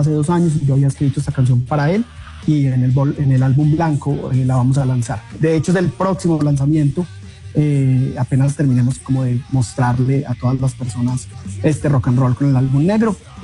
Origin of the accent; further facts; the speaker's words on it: Antioquia, Colombia; yo soy antioqueño y quería hacer algo más relacionado, más cercano a los Andes, a la región a la que yo pertenezco